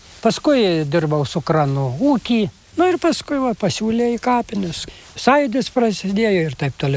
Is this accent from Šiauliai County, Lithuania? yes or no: yes; edge of Kelmė district, Šiauliai County, Lithuania; now in Šaukėnai, Lithuania; augau mamos Aušvijoje.